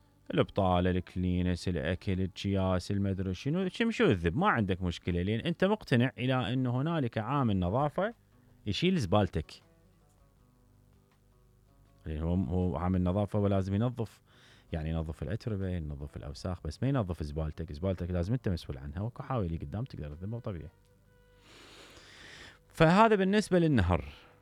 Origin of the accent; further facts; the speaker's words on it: Iraq; إحنا كمواطنين عراقيين